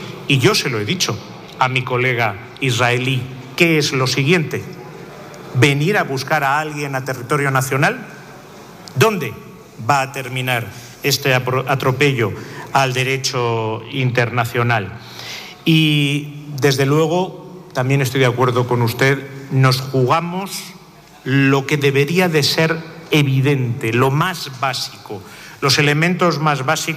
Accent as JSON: {"language": "Spanish", "town": "Madrid", "region": "Community of Madrid", "country": "Spain", "said": "Madrid es una ciudad maravillosa, se lo digo como madrileño."}